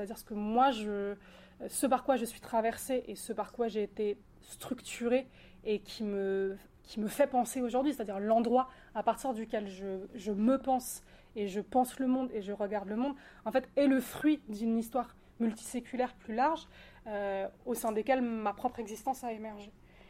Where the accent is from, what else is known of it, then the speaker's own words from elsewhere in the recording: Brittany, France; moi je suis bretonne en plus, et c'est vraiment une identité pareil que je revendique, parce que j'ai grandi là-dedans, j'ai la moitié de ma famille qui ont été à Diwan, qui parlent breton